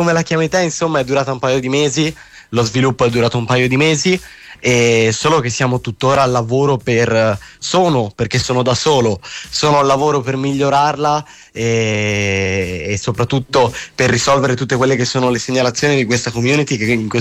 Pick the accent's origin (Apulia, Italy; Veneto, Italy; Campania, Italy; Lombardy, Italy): Veneto, Italy; Io sono del Padovano, sì.